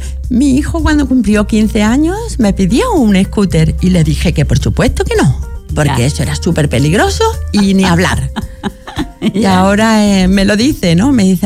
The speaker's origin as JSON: {"language": "Spanish", "town": "Marbella", "region": "Andalusia", "country": "Spain"}